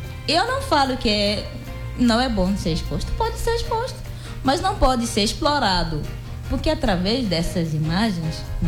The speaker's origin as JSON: {"language": "Portuguese", "country": "Guinea-Bissau", "moved": "yes", "lives_now": "Brazil", "said": "eu sou da Guiné"}